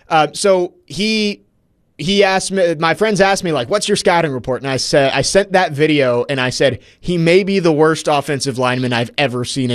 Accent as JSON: {"language": "English", "country": "United States", "tie": "born or raised there", "also_born_or_lived": "Virginia", "said": "I grew up outside Washington, D.C., and went to school in Virginia."}